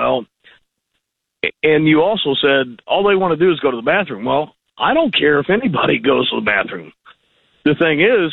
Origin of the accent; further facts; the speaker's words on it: St. Louis, Missouri, United States; now in Raleigh, United States; I was raised in St. Louis. It's not the biggest city in the nation. And I still go there quite often. I've never seen anybody beaten up for doing that. Right now, I reside in Raleigh.